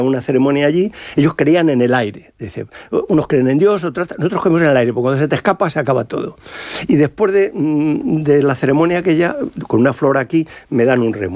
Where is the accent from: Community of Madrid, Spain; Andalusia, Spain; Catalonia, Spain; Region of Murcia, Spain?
Community of Madrid, Spain; Madrid; Y luego, fíjate, yo soy madrileño